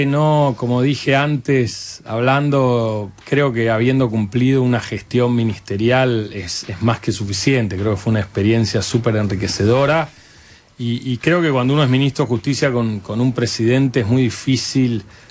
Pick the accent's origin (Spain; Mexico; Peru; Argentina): Argentina